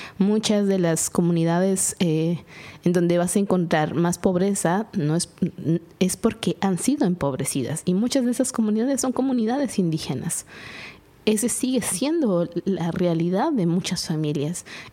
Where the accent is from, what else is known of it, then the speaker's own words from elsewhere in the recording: San Juan Comalapa, Chimaltenango, Guatemala; vengo de una comunidad que se llama Comalapa. Comalapa es un pueblo cachiquel que es muy reconocido en Guatemala también como un lugar donde se gesta mucho arte.